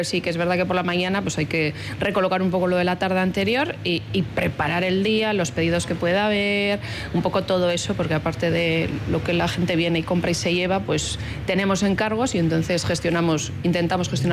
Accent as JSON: {"language": "Spanish", "town": "Alicante", "region": "Valencian Community", "country": "Spain", "tie": "born there", "said": "Sí, es un apellido un poco raro, pero yo es que no nací aquí. Yo nací en Alicante, entonces ese apellido es valenciano."}